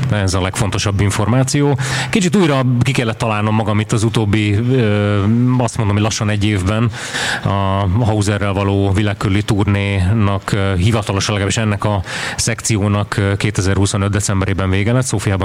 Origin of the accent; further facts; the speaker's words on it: Hungary; öten vagyunk ebben a produkcióban magyarok